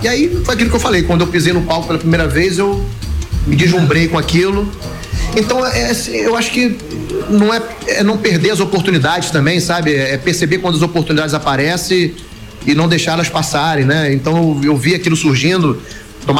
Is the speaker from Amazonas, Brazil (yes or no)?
yes; Manaus, Amazonas, Brazil; moved away; Meu pai migrou para o Amazonas, casou com minha mãe lá. Eu sou de Manaus, eu cresci em Manaus, cresci num ambiente espetacular, maravilhoso.